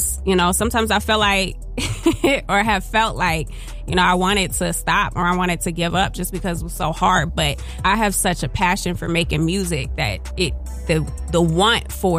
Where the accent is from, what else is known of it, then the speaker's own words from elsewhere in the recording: Roanoke, Virginia, United States; also born or lived in Greensboro, North Carolina; now in Northern Virginia, United States; I grew up in Roanoke, Virginia, the Star City. So that in itself influenced me as an artist.